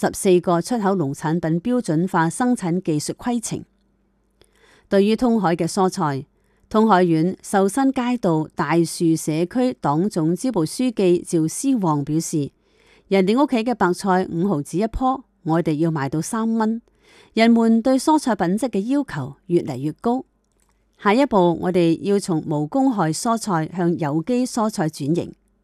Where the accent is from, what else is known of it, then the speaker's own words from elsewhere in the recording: Thailand; 我们泰国人是很喜欢云南菜的，一般高级的酒店都喜欢我们云南菜。